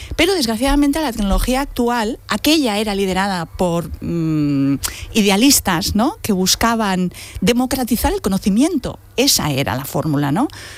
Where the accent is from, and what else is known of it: Barcelona, Catalonia, Spain